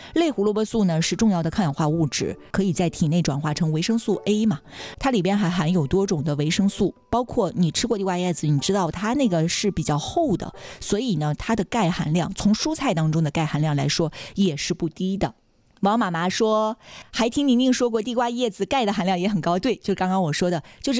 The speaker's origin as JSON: {"language": "Chinese", "area": "an island", "region": "Liaoning", "country": "China", "tie": "born or raised there", "moved": "yes", "lives_now": "Dalian, China", "said": "如果你到海岛哈，到我老家"}